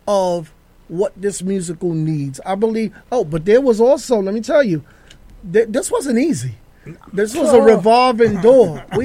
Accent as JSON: {"language": "English", "town": "New York City", "region": "New York", "country": "United States", "tie": "born or raised there", "said": "I grew up in the Bronx, but we was always in Harlem. You had family back and forth."}